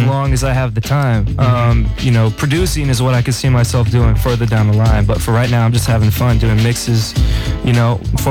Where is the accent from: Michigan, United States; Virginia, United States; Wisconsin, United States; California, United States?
California, United States; Davis; I'm from a place called Davis, California, which is about, easily to describe, it's about 15 miles away from Sacramento.